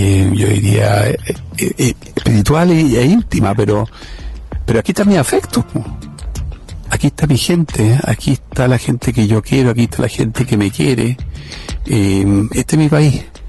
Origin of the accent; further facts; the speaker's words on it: Chile; tuve también la oportunidad de trabajar 10 años, digamos, fuera de Chile, en Brasil y luego en Europa. Pero claro, yo me siento muy chileno